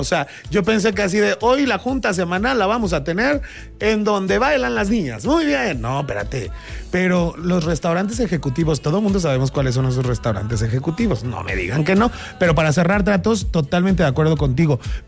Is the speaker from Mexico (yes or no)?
yes; Mexico City, Mexico; Yo soy de allá, de la Ciudad de México, pero cada fin de semana me regreso para la ciudad.